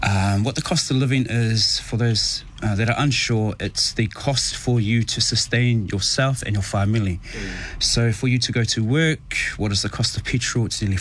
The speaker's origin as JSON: {"language": "English", "country": "Tonga", "tie": "born or raised there", "said": "It was hot. It was beautiful, and we were happy. As a child growing up within that space, we wanted for nothing, for not much, just to be with each other, and we were happy."}